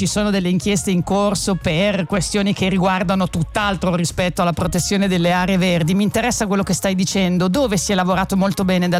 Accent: Switzerland; now in Milan, Italy; È vero, tu sei friulano, io sono svizzera

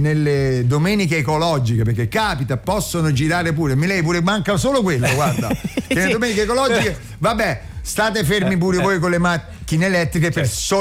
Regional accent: Sicily, Italy; born there; now in Rome, Italy; Io sono nato in Sicilia

